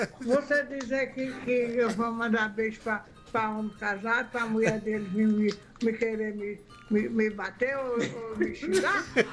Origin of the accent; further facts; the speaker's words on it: Piauí, Brazil; moved away; Lá na minha terra do Piauí e Jubué